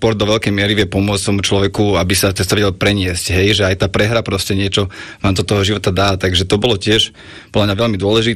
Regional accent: Bratislava, Bratislava Region, Slovakia; Dobrý deň … pochádzam z Bratislavy. Konkrétne teda z Lamača, kde som aj vyrastal, pri futbalovom ihrisku

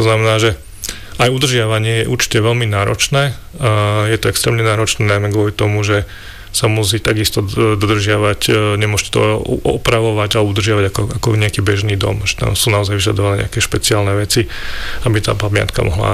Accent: Banská Štiavnica, Banská Bystrica Region, Slovakia; Ja som z Banskej Štiavnice

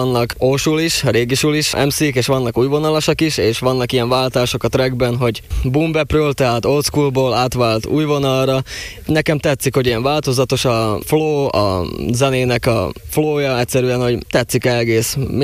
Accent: Nové Zámky, Nitra Region, Slovakia; ez itt Újvár, tehát Érsekújvár, onnan származom, ott nőttem fel, ott születtem

